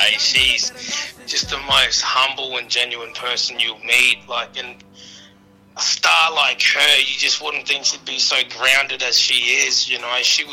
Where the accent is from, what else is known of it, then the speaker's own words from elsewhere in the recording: Northern Territory, Australia; now in Darwin, Australia; Yeah, so I'm up in Darwin, NC. My mob is based out of Litchfield, and I'm a proud Murrunungu man.